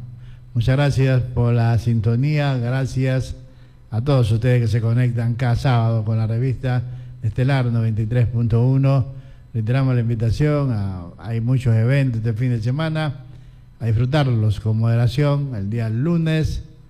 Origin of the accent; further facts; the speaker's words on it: Ecuador; Somos ecuatorianos